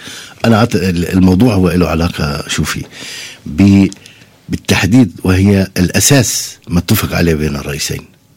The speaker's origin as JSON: {"language": "Arabic", "country": "Lebanon", "tie": "born or raised there", "said": "رغم أنني أنا خلقان هنا وعايش هنا ودرست هنا"}